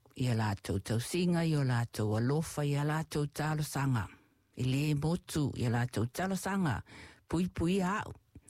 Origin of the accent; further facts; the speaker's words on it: Samoa; When I was growing up in Samoa